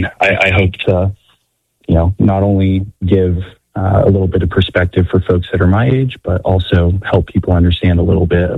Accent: Texas, United States; moved away; I was raised in North Texas

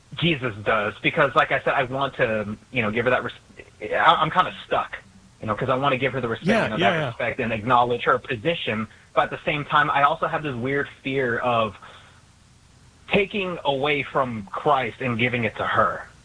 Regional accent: Texas, United States; growing up in Southern Texas, like there's predominantly Hispanic demographic, and you see images of, you know, Lady Guadalupe everywhere.

